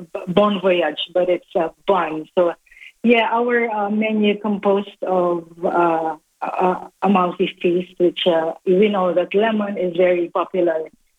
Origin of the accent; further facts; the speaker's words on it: Philippines; now in Adelaide, Australia; Because I am originally from the Philippines, so I would love to represent our country.